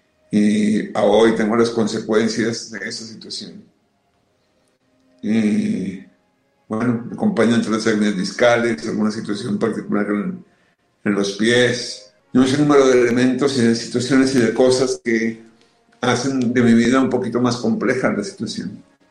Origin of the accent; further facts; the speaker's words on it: Colombia; Bueno, yo soy colombiano, pero tengo un corazón mexicano, luego también México es mi segundo terruño.